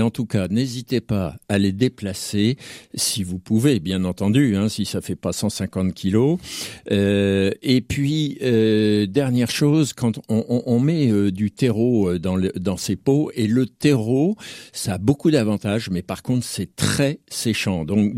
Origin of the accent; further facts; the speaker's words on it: Hauts-de-France, France; C'est mon origine qui veut ça, hein. Je suis un vrai ch'timi, c'est comme ça.